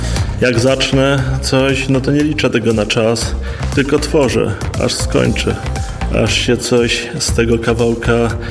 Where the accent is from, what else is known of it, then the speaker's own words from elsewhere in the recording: Szczyrk, Silesian Voivodeship, Poland; Urodziłem się w Szczyrku, no i do dzisiaj mieszkam w Szczyrku.